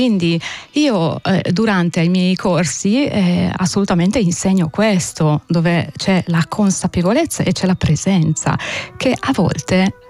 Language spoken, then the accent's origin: Italian; Budapest, Hungary; moved away as an adult; also born or lived in Lake Garda, Italy; now in Italy; le mie origini, la mia radice è proprio la terra ungherese. Quindi io vengo da Budapest e mi sono tuffata nel mondo dell'esperienza molto giovane, e quindi 21 anni, 22 anni mi sono trasferita in Italia e ho vissuto tantissimi anni in Italia.